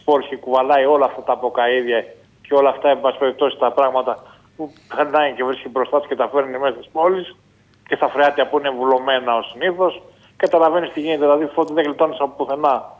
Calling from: Piraeus, Attica, Greece; από τον Πειραιά

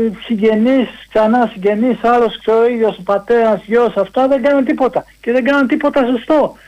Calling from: Chaidari, Attica, Greece; από το Χαϊδάρι.

